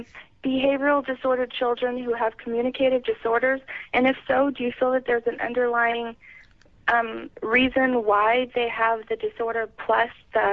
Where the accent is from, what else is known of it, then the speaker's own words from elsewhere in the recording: Bakersfield, California, United States; moved away as an adult; now in Fresno, United States; I'm actually living in Fresno for school, but I'm born and raised in Bakersfield